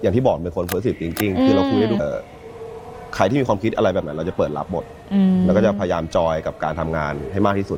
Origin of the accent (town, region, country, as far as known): Suphan Buri, Thailand; born there